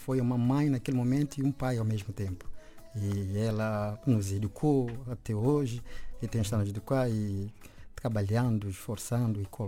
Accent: Príncipe, São Tomé & Príncipe; nasci, cresci na Ilha do Príncipe.

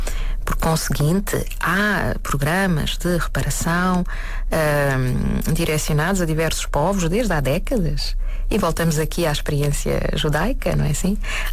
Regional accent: Lisbon, Portugal; born there; Eu também nasci em Lisboa

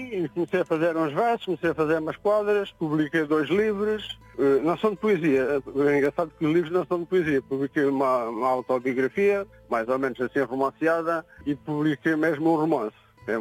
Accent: Aljezur, Faro, Portugal; now in Lagos, Portugal; Sou de Algesur, mas estou em Lagos há 51 anos.

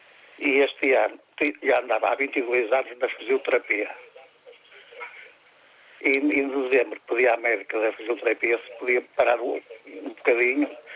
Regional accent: Portugal; Eu vou-lhe dizer, eu sempre vivi em Portugal, nasci em Portugal, a 23 de novembro de 47.

